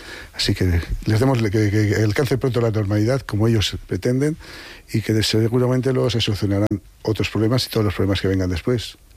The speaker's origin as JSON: {"language": "Spanish", "town": "Haro", "region": "La Rioja", "country": "Spain", "said": "soy riojano, de Haro"}